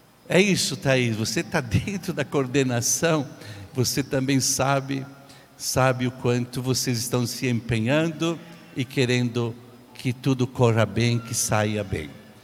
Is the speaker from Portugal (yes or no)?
no; Brazil